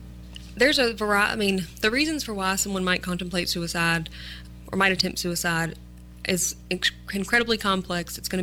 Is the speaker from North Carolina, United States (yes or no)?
yes; Stokes, North Carolina, United States; I also grew up around here. I grew up in Stokes, Bethel area, and I also went to North Pitt High School.